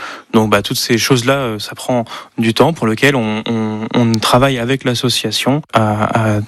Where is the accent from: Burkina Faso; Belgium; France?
France; Châteauroux, Centre-Val de Loire; je suis originaire de Châteauroux, j'habite à Châteauroux.